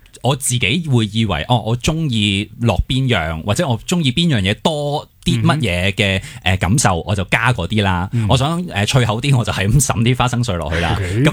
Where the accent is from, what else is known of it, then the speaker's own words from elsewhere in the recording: Hong Kong; 我哋香港人